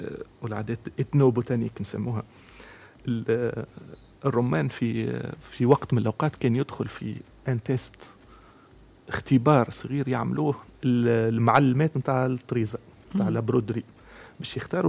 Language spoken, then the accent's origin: Arabic; Tunisia; وعندنا في تونس